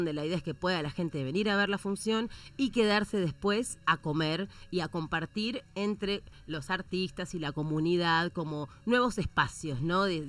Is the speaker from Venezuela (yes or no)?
no; Capilla del Monte, Córdoba, Argentina; obviamente somos de acá, de Capilla